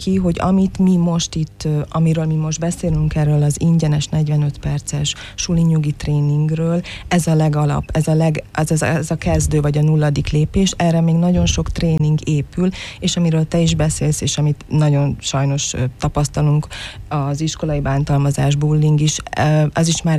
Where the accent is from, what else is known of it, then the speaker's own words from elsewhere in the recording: Sümeg, Veszprém County, Hungary; now in Dunaszentgyörgy, Hungary; Dunaszentgyörgyön élek, igen, a családommal. Én nem idevalósi vagyok, én sümegi vagyok. Egy kicsit messziről, de a férjem paksi, tőzsgyökeres paksi.